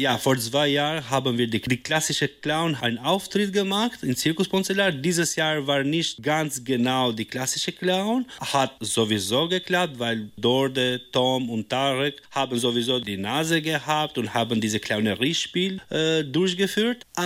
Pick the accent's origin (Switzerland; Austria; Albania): Albania; German is a second language; moved away as an adult; also born or lived in Milan, Italy; now in Krefeld, Germany; Wie gerade gesagt, ich komme aus Albanien. Ich habe da studiert und dann mein Master in Mailand abgeschlossen. Und nach einer langen Erfahrung in Mailand, Italien, bin ich Krefeld umgezogen